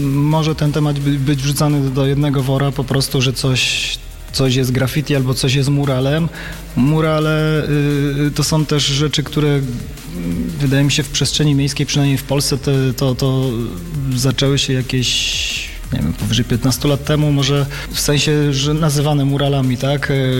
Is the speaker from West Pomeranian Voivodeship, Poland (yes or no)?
no; Silesian Voivodeship, Poland; u mnie ta kultura hip-hop zespoiła się z naszą kulturą beskidzką bardzo mocno. Ja jako dzieciak tańczyłem w zespole regionalnym i przy tym wszystkim, co mówiliśmy, co się działo w latach 90. na polskich osiedlach i tutaj u nas też na południu Polski.